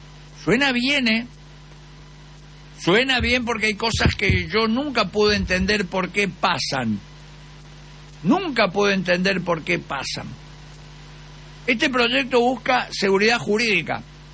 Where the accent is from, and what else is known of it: Argentina